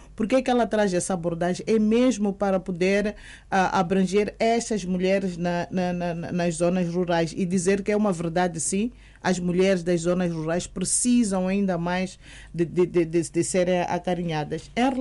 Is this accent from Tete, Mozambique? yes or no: no; Sidengel, Gaza, Mozambique; born there; Por acaso, Sidengel é onde eu nasci, não estou a dizer a querer estar a ir para o, porque os meus pais são provenientes de Sidengel